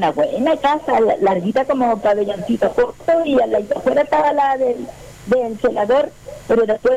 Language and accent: Spanish; Lota, Biobío, Chile; moved away; cuando llegamos nosotros aquí de Lota en el año 79, a los dos años después yo entré a trabajar al empleo mínimo ahí